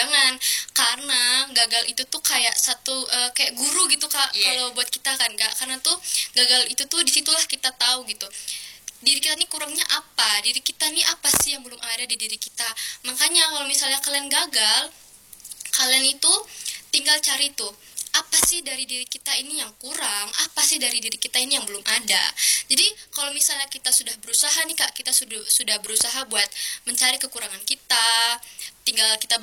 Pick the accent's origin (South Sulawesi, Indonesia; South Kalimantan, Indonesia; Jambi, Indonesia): Jambi, Indonesia; sebagai anak Jambi